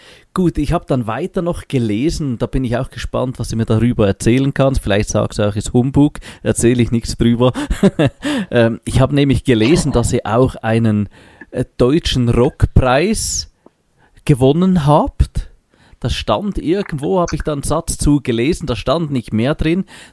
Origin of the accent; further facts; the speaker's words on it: Basel, Basel-Stadt, Switzerland; Ich komme ursprünglich aus Basel, das ist ja eigentlich, da kann man zu Fuß hin und her laufen quasi zwischen Basel und Lörrach